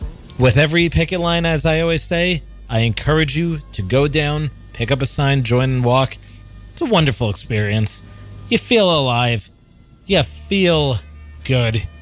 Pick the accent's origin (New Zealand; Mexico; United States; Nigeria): United States; Brooklyn, New York; I am a son of the borough. I was born in Bath Beach, Brooklyn, in South Brooklyn, which often feels like a tide pool.